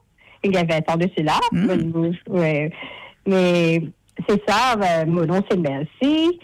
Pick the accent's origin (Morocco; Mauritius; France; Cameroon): Mauritius; moved away as an adult; now in Sydney, Australia; À Maurice, moi, j'habite à Roseville, plus précisément, parti Stanley.